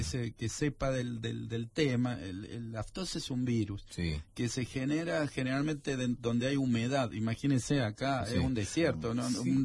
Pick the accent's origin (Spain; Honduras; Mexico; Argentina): Argentina; como somos los argentinos, sobreactuamos las cosas.